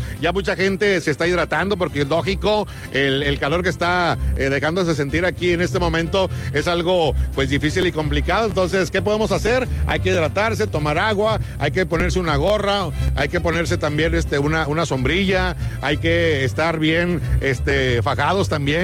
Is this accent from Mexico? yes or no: yes; Mexico; como mexicanos, siempre salimos ahí al quite para hacer cualquier cosa.